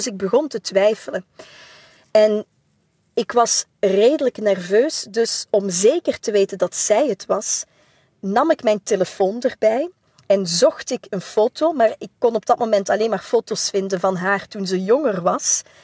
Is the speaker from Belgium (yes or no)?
yes; Belgium; Ze vond het ongelooflijk dat ik uit België kwam.